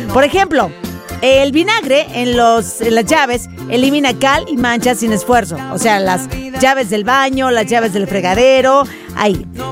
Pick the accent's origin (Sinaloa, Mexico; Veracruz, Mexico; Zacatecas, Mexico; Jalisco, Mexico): Sinaloa, Mexico; Mazatlán; Y más cuando voy a mi tierra, allá en Mazatlán.